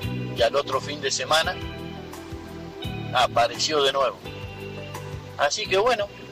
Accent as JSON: {"language": "Spanish", "town": "Dolores", "region": "Buenos Aires Province", "country": "Argentina", "said": "Soy de Dolores, pueblito del interior de la provincia de Buenos Aires."}